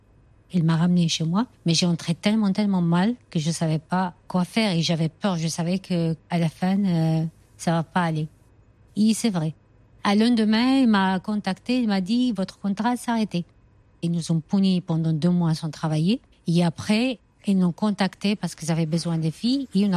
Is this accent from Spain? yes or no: yes; Spain; moved away as an adult; also born or lived in Tangier, Morocco / Canary Islands; now in France; Je suis d'origine de Tanger, Maroc, mais j'ai grandi en Espagne.